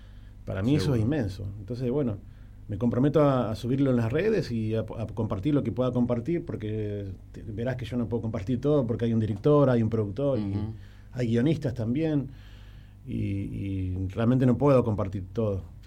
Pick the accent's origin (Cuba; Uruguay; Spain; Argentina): Argentina; Tierra del Fuego; Soy fueguino, soy uno de los pocos argentinos que va a participar en este festival